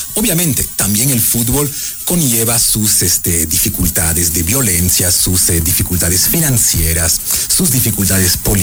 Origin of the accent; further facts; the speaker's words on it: France; now in Ecuador; yo nunca me siento más francés en Ecuador que durante esas semanas.